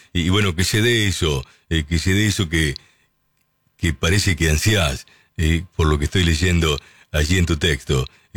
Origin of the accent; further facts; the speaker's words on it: Argentina; now in Barcelona, Spain; Y lo lindo es que somos argentinos. Vivimos cruzando el charco, pero nunca nos olvidamos de dónde vinimos. Vamos Argentina, vamos Argentina. Mi deseo sería que aprendamos a respetarnos. Seamos todos uno. Todo aquel que dejó la Argentina, podamos un día volver a casa. … desde Barcelona, España.